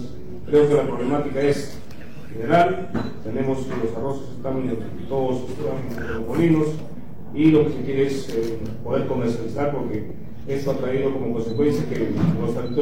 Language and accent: Spanish; Castilla province, Arequipa, Peru; Como castellano, como corideño